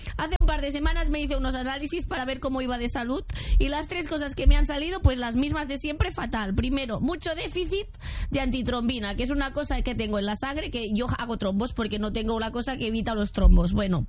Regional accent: Catalonia, Spain

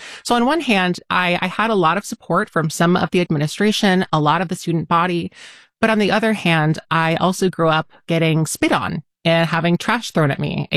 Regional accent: Richmond, Rhode Island, United States; I'm born and raised in Rhode Island. I went to Cherahoe High School, middle school, and I grew up in Richmond, Rhode Island, in a small farming town. And I am currently still residing in Rhode Island.

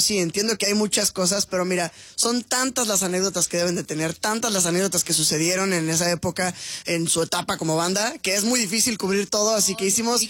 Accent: Valle de Bravo, State of Mexico, Mexico; Pero justo surgió en la escuela, igual de pequeño, y vivía en Valle de Bravo, el pueblo ahí cerca del Estado de México.

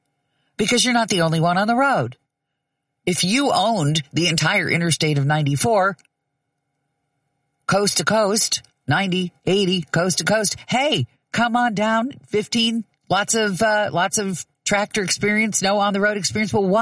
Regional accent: Kansas, United States; Growing up in Kansas, as I did

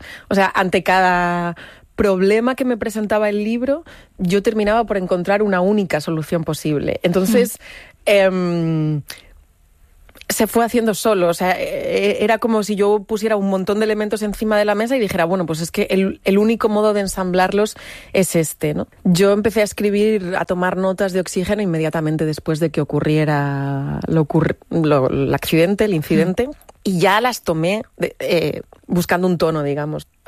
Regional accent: Madrid, Community of Madrid, Spain

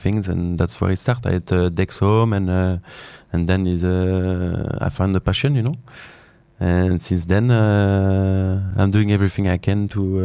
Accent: Belgium; accent: French; I'm from Belgium.

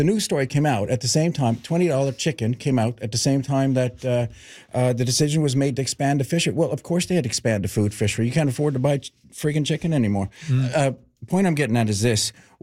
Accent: Newfoundland and Labrador, Canada; as a Newfoundlander

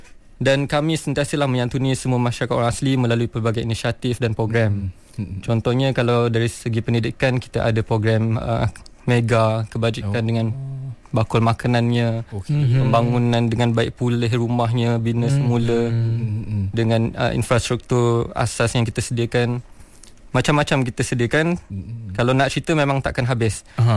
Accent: Negeri Sembilan, Malaysia; accent: Negeri Sembilan dialect; dalam dialek Negeri Sembilan, sebab saya orang Negeri Sembilan.

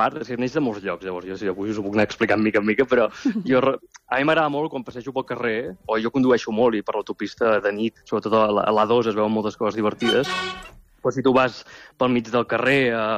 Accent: Mataró, Catalonia, Spain; I jo, que sóc de Mataró i hem amat pirotècnia des de ben petit, i l'olor pólvora em transporta en un lloc molt maternal i molt nostàlgic i molt bonic

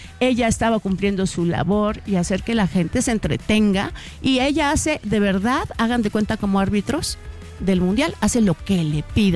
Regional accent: Mexico; Los mexicanos somos una mezcla de tantas culturas.

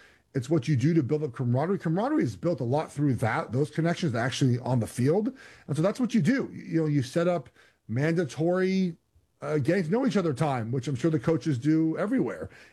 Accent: Los Angeles, California, United States; my parents are Bruin alums. I grew up in Los Angeles.

